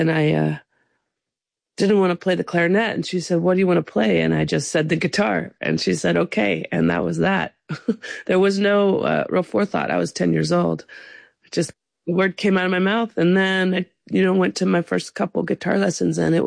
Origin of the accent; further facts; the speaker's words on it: Sonoma County, California, United States; Well, I grew up in Sonoma County, so she played around there